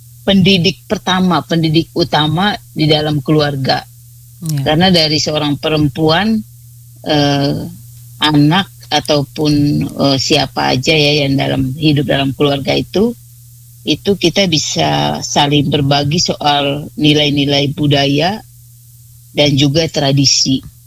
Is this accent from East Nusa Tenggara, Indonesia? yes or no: yes; Manggarai, East Nusa Tenggara, Indonesia; moved away; daerah asal kami, khususnya daerah Manggarai dan dalam skala lebih besar daerah NTT